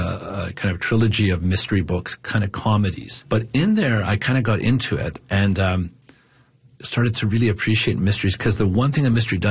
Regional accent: Fort Vermilion, Alberta, Canada; So I grew up in Fort Vermilion. So I was born and raised. It's kind of between High Level and Fort Chipewyan. It's about 700 people.

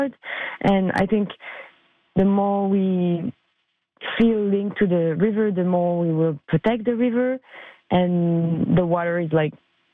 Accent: Montreal, Quebec, Canada; also born or lived in Brittany, France; I was born in Europe, but I grew up in Montreal. I came as a kid and I grew up in Quebec.

